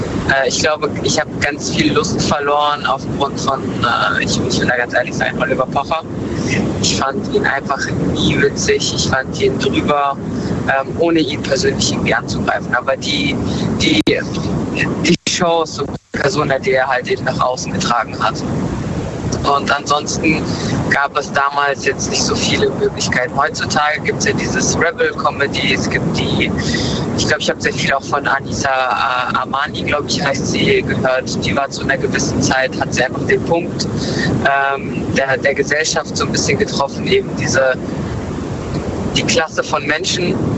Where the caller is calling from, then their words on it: Frankfurt, Hesse, Germany; aus Frankfurt.